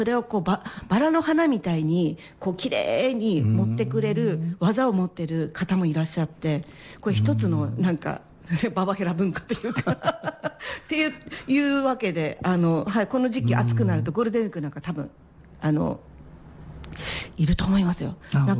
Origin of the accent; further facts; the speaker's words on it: Akita, Japan; moved away; 私秋田出身なんですけど、